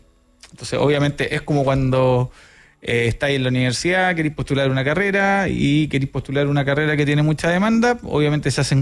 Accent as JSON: {"language": "Spanish", "country": "Chile", "said": "como buen chileno andamos a última hora"}